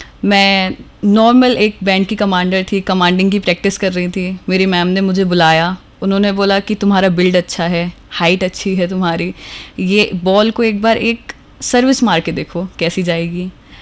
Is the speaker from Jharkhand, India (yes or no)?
no; Gwalior, Madhya Pradesh, India; मैं ग्वालियर की ही निवासी हूँ